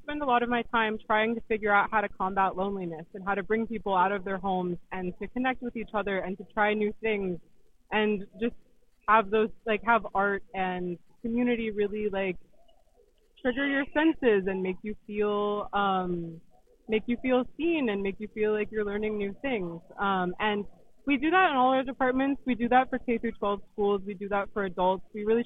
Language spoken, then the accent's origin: English; Colorado, United States; now in Seattle, United States; I'm from Colorado.